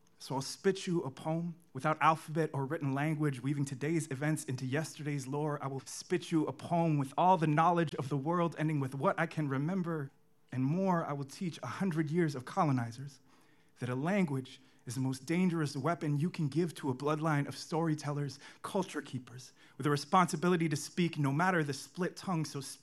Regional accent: Hawaii, United States; born or raised there

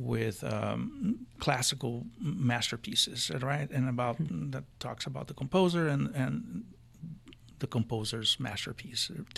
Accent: Brazil; moved away as an adult; Right after college, I moved back to my hometown, which is right in the middle of the Brazil, close to the Amazon.

